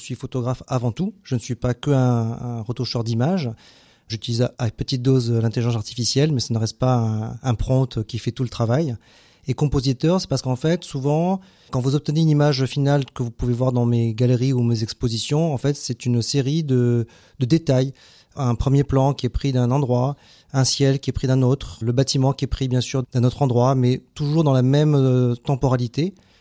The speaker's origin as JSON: {"language": "French", "town": "Montpellier", "region": "Occitanie", "country": "France", "tie": "born or raised there", "said": "Je suis un Montpellierin pure souche, donc j'ai toujours grandi en ville."}